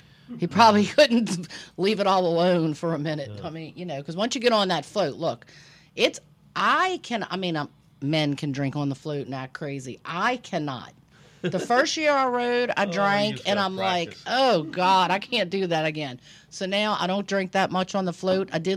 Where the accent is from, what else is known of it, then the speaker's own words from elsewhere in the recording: New Orleans, Louisiana, United States; moved away as an adult; So I am like hardcore Lakeview to the bone. I went kicking and screaming to the North Shore.